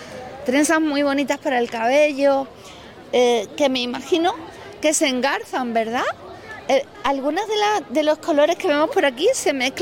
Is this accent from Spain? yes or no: yes; Andalusia, Spain; accent: Andalusian; Pero claro, aquí en el sur hablamos con acento andaluz.